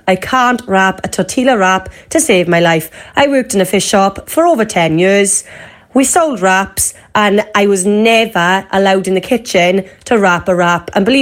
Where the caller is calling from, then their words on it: Bettws, Wales, United Kingdom; I'm from Beddoes.